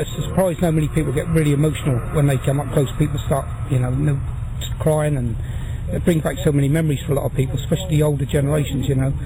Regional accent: Lowestoft, East of England, United Kingdom; We're from Lowestoft in Suffolk, about 220 miles away, so it's quite a journey.

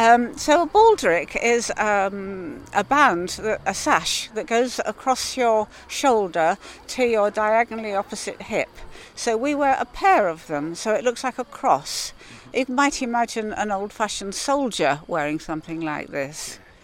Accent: Leek, West Midlands, United Kingdom; I'm from Leek Morris.

